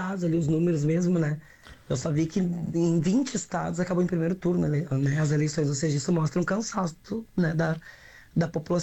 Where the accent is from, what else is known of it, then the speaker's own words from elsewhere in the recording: Novo Hamburgo, Rio Grande do Sul, Brazil; Fui criada em Novo Hamburgo